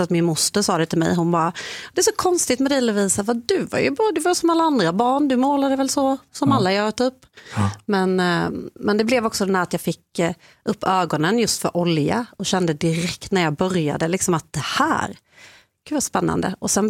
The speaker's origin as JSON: {"language": "Swedish", "region": "Småland", "country": "Sweden", "tie": "born or raised there", "said": "Jag kommer ju från Småland, i liksom, uppvuxen i en familj som har hållit på mycket så med metallindustri"}